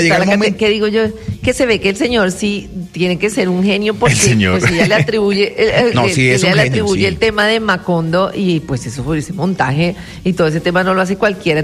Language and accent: Spanish; Colombia; tú ibas a cualquier lado de donde eres de Colombia